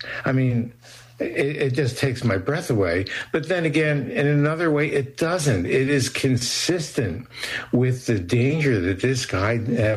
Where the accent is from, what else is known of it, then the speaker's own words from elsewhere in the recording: Nebraska, United States; not that I, you know, I'm from Nebraska